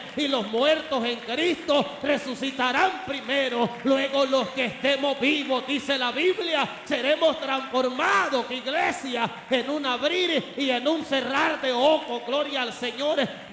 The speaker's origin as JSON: {"language": "Spanish", "country": "El Salvador", "moved": "yes", "said": "como yo soy del Salvador"}